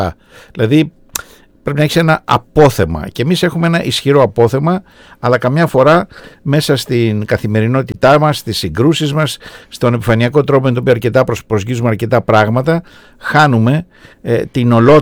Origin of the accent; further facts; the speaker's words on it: Greece; εγώ είμαι εκ της Νοτιού Ελλάδος, μόνο ότι όπως οι περισσότεροι χωρίζεις και από τη Βόρειο και από την εκτός των ορίων Ελλάδα, διότι έχω καταγωγή από την Νήσο Ύμβρο.